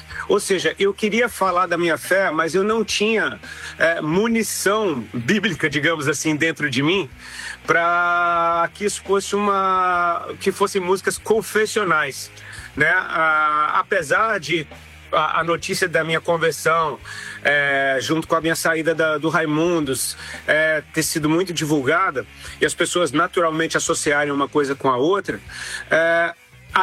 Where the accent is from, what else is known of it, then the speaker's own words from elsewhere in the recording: Brasília, Federal District, Brazil; born there; also born or lived in Paraíba (parents); now in Southern Brazil; Eu sou filho de nordestinos, meus pais vieram do sertão da Paraíba, sou nascido em Brasília e moro no Sul, sabe? Mas assim, o Sul é o lugar que eu escolhi